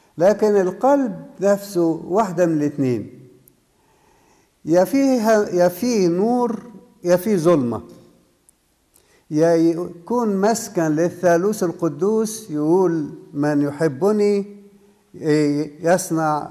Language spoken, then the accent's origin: Arabic; Upper Egypt, Egypt; moved away; في كان مثل اسمعه وأنا صغير في الصعيد